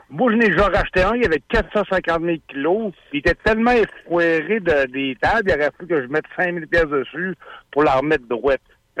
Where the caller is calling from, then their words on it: Quebec, Canada; moi, je viens de la Beauce.